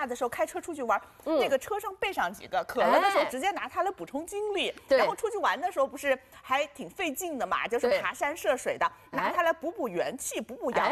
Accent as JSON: {"language": "Chinese", "country": "China"}